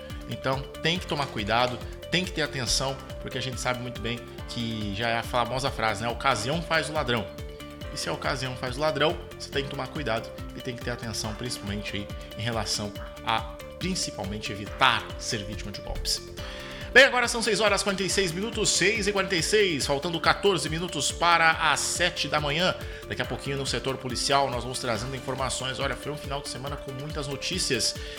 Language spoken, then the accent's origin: Portuguese; Mato Grosso, Brazil; que eu sou mato-grossense